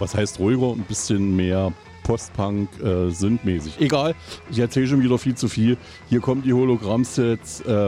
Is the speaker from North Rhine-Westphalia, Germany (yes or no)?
no; Eisenach, Thuringia, Germany; ich komme aus Eisenach